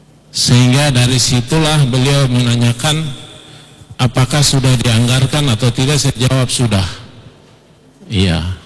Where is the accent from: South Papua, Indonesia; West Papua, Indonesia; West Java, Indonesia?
South Papua, Indonesia; Merauke; kita semua sebagai orang Merauke